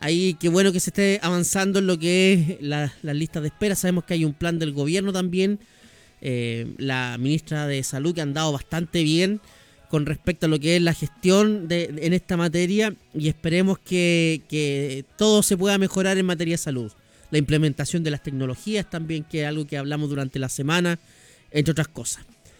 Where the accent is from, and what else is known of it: Chile